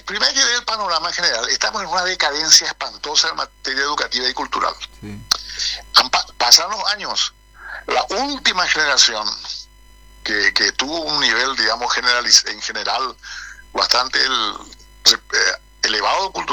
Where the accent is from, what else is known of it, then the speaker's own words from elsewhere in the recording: Paraguay; nosotros somos paraguayos